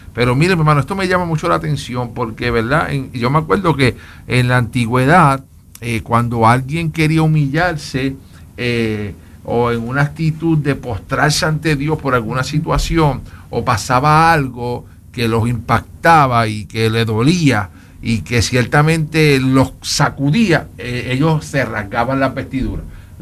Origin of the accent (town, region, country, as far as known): Puerto Rico